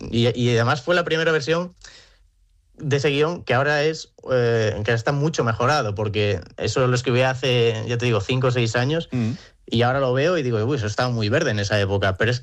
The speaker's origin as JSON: {"language": "Spanish", "town": "Comillas", "region": "Cantabria", "country": "Spain", "said": "Bueno, yo soy de Comillas, que Santander nos queda lejos, pero el Racing claramente pues es el equipo de aquí de Cantabria, que le tenemos todos muchísimo cariño."}